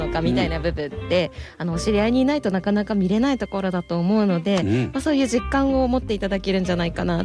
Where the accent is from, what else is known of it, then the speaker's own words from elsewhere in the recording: Obihiro, Hokkaido, Japan; born there; 私白洋出身、